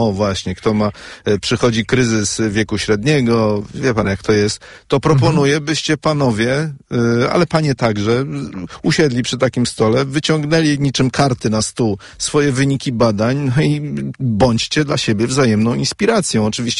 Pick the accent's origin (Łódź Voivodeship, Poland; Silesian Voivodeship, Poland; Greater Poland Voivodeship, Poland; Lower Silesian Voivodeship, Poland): Łódź Voivodeship, Poland; Łódź; I znowu kolejna nasza wspólna cecha, obaj jesteśmy z Łodzi.